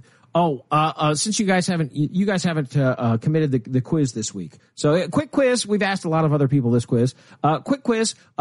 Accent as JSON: {"language": "English", "region": "Nebraska", "country": "United States", "said": "One more good sign from my home state of Nebraska."}